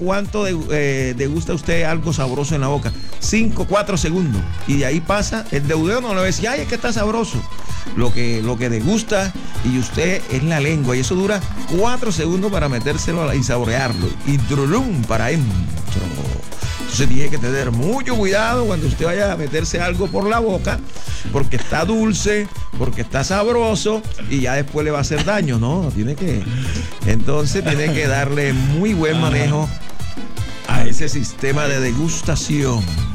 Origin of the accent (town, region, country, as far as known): Caribbean coast, Colombia; accent: golpeado